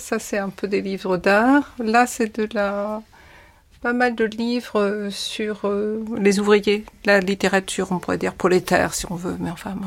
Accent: Réunion

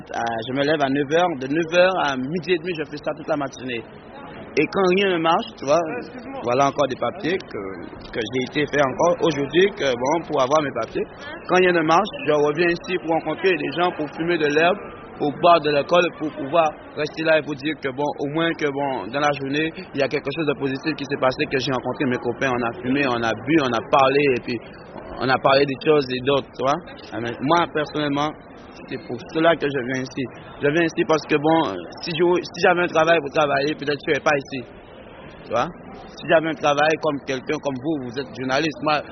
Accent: France; Et je suis français.

